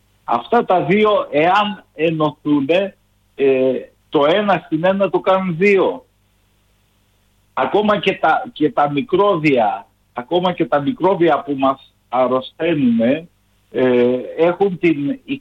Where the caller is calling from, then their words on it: Kilkis, Central Macedonia, Greece; είμαι από Κιλκής